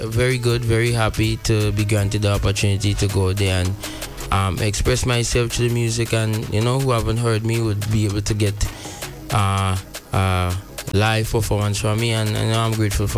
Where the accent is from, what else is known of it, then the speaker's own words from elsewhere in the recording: Saint David, Grenada; I'm from St. David's. Beaten St. David's.